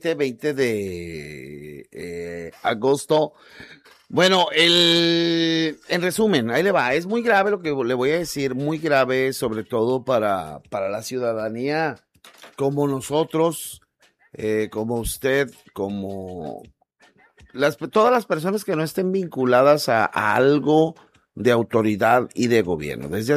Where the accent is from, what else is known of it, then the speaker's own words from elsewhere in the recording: Manzanillo, Colima, Mexico; todo mundo que somos de Manzanillo